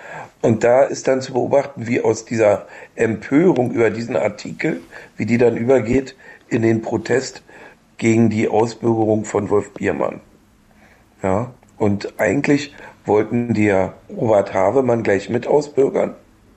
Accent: Germany; bin ja auch Ossi, DDR-Bürger gewesen

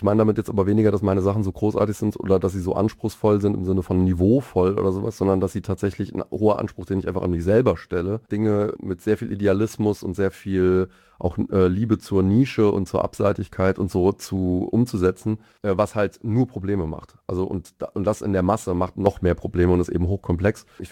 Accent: Mainz, Rhineland-Palatinate, Germany; moved away as an adult; now in Mannheim, Germany; Ich bin Mainzer eigentlich und bin halt vor jetzt bald 20, also 2008, na gut, noch nicht ganz 20 Jahre, aber geht auf die 20 Jahre, halt zum Studieren dann eben an die Popakademie gekommen.

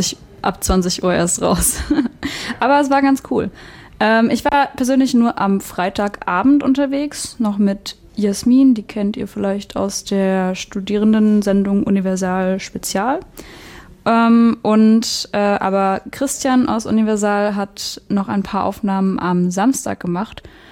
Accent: Weimar, Thuringia, Germany; born there; Ich als gebürtige Weimarerin

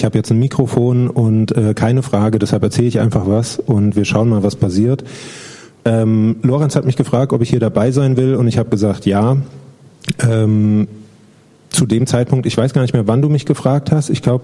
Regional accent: Germany; now in Zgorzelec, Poland; dass ich in Skorzelec wohne als Deutscher, was, glaube ich, nicht so oft vorkommt.

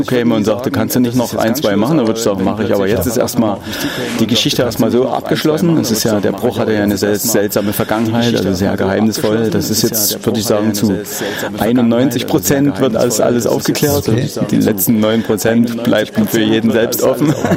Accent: Dresden, Saxony, Germany; Ich bin Dresdner

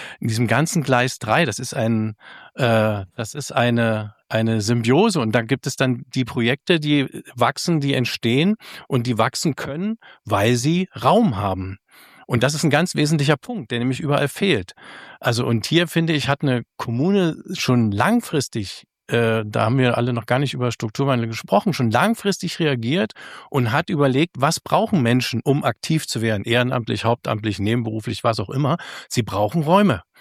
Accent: Cottbus, Brandenburg, Germany; ich komme aus Cottbus.

